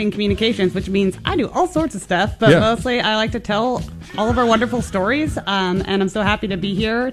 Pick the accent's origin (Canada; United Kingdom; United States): United States; Boulder City, Nevada; moved away as an adult; now in Memphis, United States; I grew up outside of Las Vegas in the town that built the Hoover Dam.